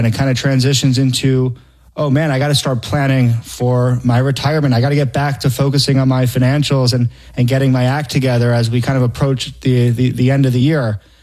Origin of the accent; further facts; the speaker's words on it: Philadelphia, Pennsylvania, United States; moved away; We're actually originally from the Philadelphia area, so we're big Eagles fans, and we've expanded across to where we live now between Minnesota and the Carolinas and Florida.